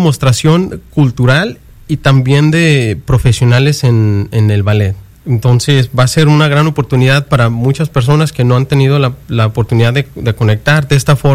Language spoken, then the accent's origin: Spanish; Mexico; now in United States; en mi caso, sigo siendo mexicano, mis raíces mexicanas